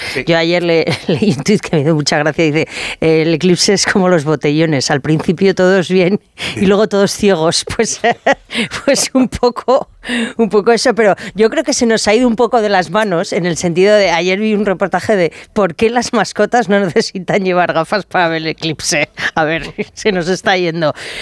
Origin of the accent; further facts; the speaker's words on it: Peralta, Navarre, Spain; donde mejor se vio es en mi pueblo, en Peralta, porque era una de las franjas, como en Navarra, era una de las franjas donde mejor se veía el eclipse.